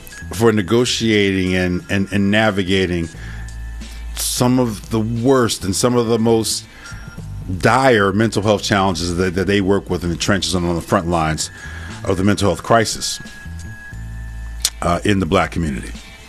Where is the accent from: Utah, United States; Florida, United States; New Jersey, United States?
New Jersey, United States; Newark; I remember in the hood where I grew up in Newark. Sorry for the long highlight, but I grew up, you know, in some rough spots in Newark